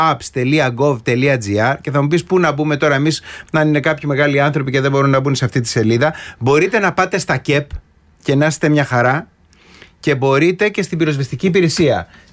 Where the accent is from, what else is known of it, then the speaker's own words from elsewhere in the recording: Trikorfo, Peloponnese, Greece; Σάκη, σήμερα έχει πανηγύρι στο χωριό μου. Τρίκορφο Μεσσηνίας με μπύρες, σουβλάκια και μπόλικη γουρνοπούλα.